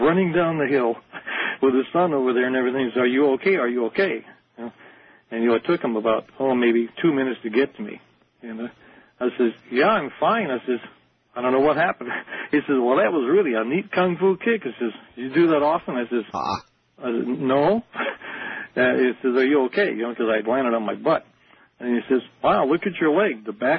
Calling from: Kailua, Hawaii, United States; I'm calling from Kailua, Hawaii.

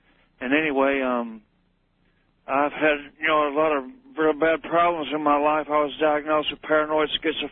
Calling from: Olive Branch, Mississippi, United States; I'm calling from Olive Branch, Mississippi.

